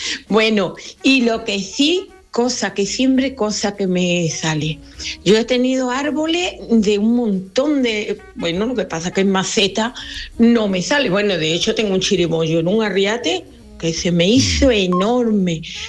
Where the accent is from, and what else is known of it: Dos Hermanas, Andalusia, Spain